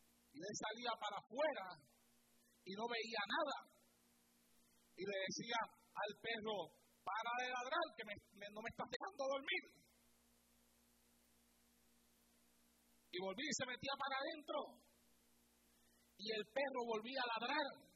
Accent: Puerto Rico; now in United States; Cuando yo vine de Puerto Rico acá, que yo fui a cambiar mi licencia, yo tuve que coger un examen.

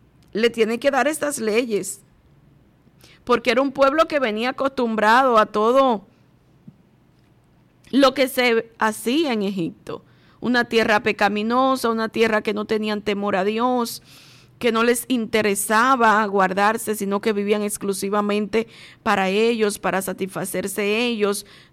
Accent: Dominican Republic

